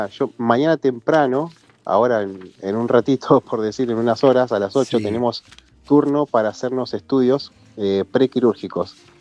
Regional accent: Bariloche, Río Negro, Argentina; nosotros somos de Bariloche, Río Negro

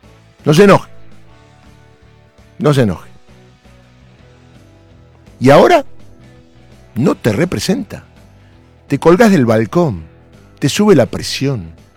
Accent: Argentina; Somos argentinos.

